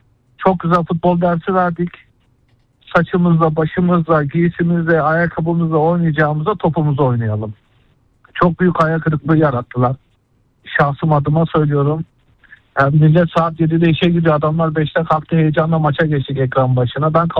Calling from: Istanbul, Turkey; İstanbul'dan arıyorum.

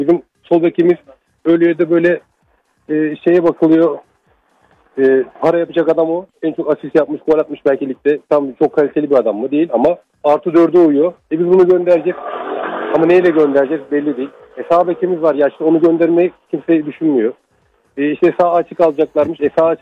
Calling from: Istanbul, Turkey; İstanbul'dan arıyorum.

